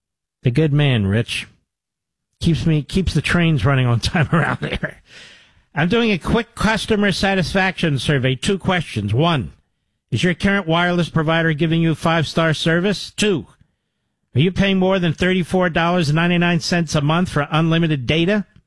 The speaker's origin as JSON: {"language": "English", "town": "Philadelphia", "region": "Pennsylvania", "country": "United States", "tie": "born there", "said": "I was born in Pennsylvania. Remember that. And born in Philadelphia."}